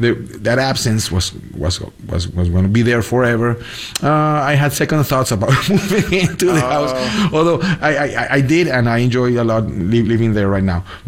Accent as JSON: {"language": "English", "town": "Bogota", "region": "Bogotá", "country": "Colombia", "tie": "born or raised there", "said": "my hometown, a place that, as many of our Latin capitals, is really complicated, it's really tough"}